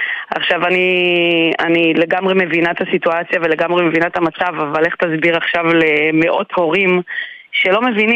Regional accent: Kiryat Shmona, Northern District, Israel; אוקיי, אני ילידת קריית שמונה, אז אני מרגישה כאילו מעולם לא עזבתי, כי אני גם בוגרת בית הספר. אני בת 47

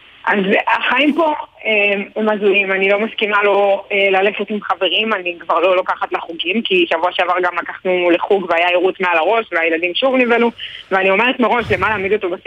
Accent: Kiryat Shmona, Northern District, Israel; אני גדלתי וגרתי בקריית שמונה כל חיי מבד הפינוי, ואני מאוד אוהבת ומחוברת את העיר, מחוברת לעיר

